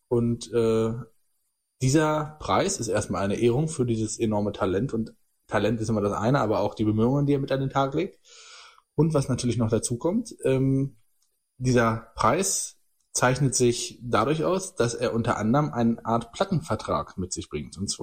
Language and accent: German; North Rhine-Westphalia, Germany; accent: Kölsch; Ja, mein kölscher Dialekt, mag ich gerne, jawohl.